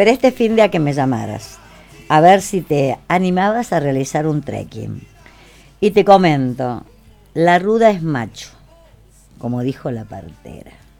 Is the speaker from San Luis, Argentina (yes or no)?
yes; Villa Mercedes, San Luis, Argentina